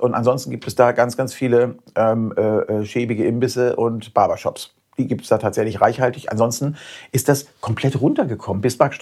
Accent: Berlin, Germany; moved away; Ich als Berliner, ja, lange Jahre in Berlin gewohnt, mehrfach sogar, also einmal als Kind und einmal auch als Erwachsener.

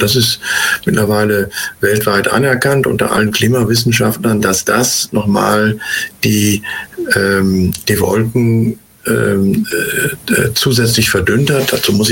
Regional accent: North Rhine-Westphalia, Germany; moved away; zu unserer Zeit, als wir noch in der Jugend, in den 50er Jahren im Ruhrgebiet waren

